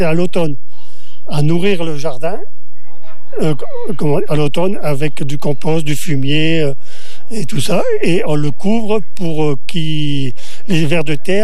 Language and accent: French; Hauts-de-France, France